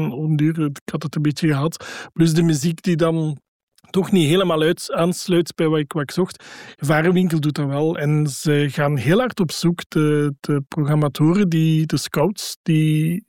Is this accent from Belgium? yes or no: yes; Dendermonde, Flanders, Belgium; now in Ghent, Belgium